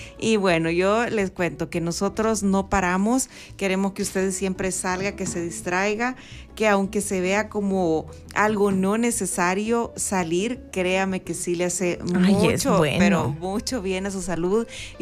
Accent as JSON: {"language": "Spanish", "country": "El Salvador"}